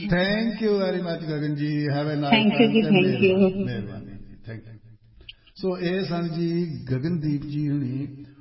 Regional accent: Batala, Punjab, India; ਸਾਡਾ ਪਿੰਡ ਹੈ ਬਟਾਲੇ ਦੇ ਲਾਗੇ, ਕਾਨੂੰ ਆਉਣ ਵਾਲੀ ਸੜਕ, ਉੱਥੇ ਟਿੱਬੇ ਹੁੰਦੇ ਸਨ

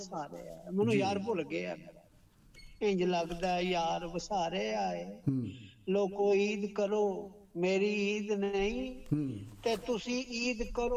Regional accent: United Kingdom; ਮੈਂ ਯੂਕੇ ਤੋਂ ਹਾਂ, ਬਿਲਕੁਲ

